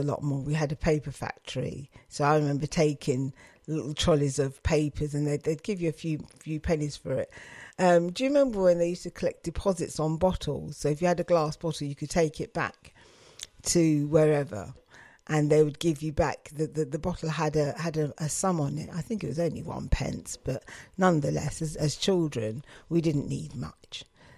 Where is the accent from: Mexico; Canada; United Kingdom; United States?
United Kingdom; Luton, East of England; when I grew up in Bedfordshire, where we had an airport, which is now Luton London Airport.